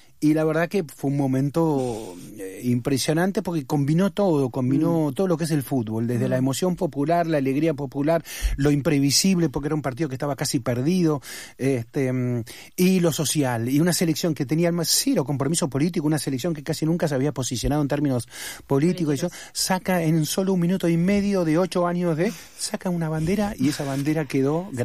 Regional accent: Argentina

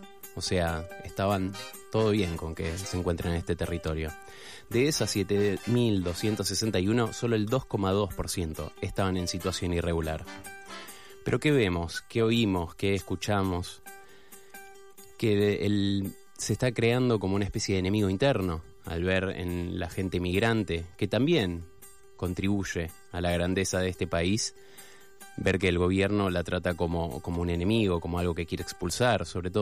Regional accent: Argentina

